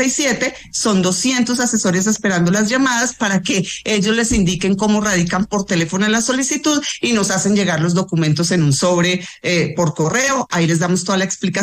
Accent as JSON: {"language": "Spanish", "region": "Eje Cafetero", "country": "Colombia", "said": "un mensaje de solidaridad, porque yo soy del Eje Cafetero."}